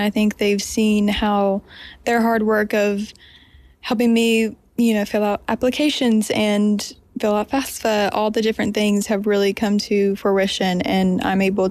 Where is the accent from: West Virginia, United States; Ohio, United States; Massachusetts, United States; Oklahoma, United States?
West Virginia, United States; Boone County; born or raised there